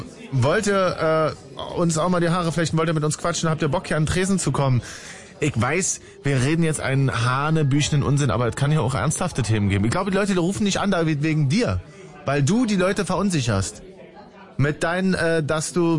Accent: Berlin, Germany; also born or lived in Tegelort; Ich komme aus Reinickendorf.

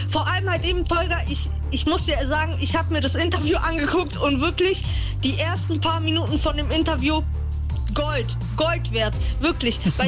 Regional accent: Heidenheim, Baden-Württemberg, Germany; In Heidenheim, einem kleinen Kaff in Baden-Württemberg.

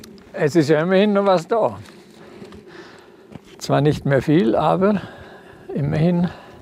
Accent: Bavaria, Germany; Ja, ich komme aus dem Allgäu

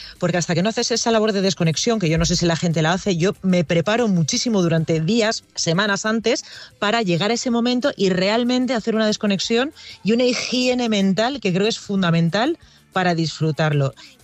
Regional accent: La Vall d'Uixó, Valencian Community, Spain; yo soy de Baiduxó, que es un pueblo que está rodeado de montañas y que tiene el mar muy, muy, muy, muy cerquita, Moncofar, Chilches, Burriana, Nules, ¿no?

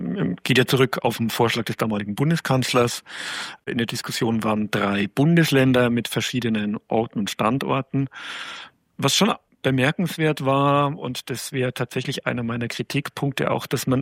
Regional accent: Bavaria, Germany; Ich als Oberpfälzer

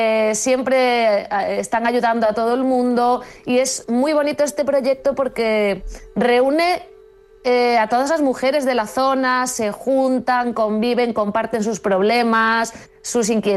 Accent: Asturias, Spain; born there; no hay chicas de mi quinta en mi pueblo

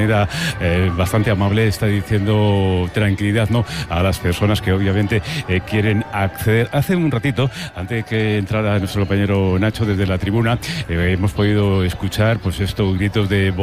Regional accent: Spain; Y además que somos españoles, siempre para última hora.

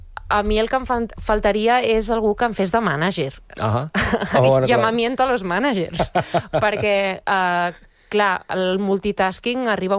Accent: Balearic Islands, Spain; born there; accent: Mallorcan; O sigui, clar, pare madrileny, mare catalana, i jo i ma germana vam néixer a Mallorca. Llavors, a casa s'ha parlat sempre castellà i català central, però de portes a fora hem parlat sempre mallorquí.

